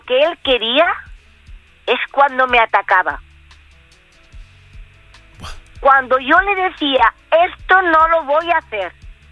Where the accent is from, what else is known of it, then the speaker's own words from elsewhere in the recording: Villafranca, Spain; yo me fui a la Cruz Roja de Villafranca, de mi pueblo, del pueblo que sea